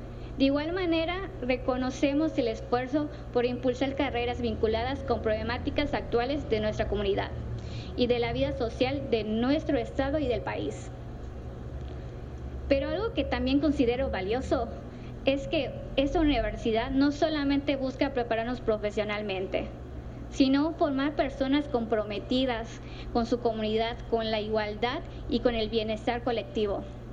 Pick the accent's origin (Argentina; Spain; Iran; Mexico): Mexico; Yucatán; now in Kanasín, Mexico; soy yucateca, vivo en Canacín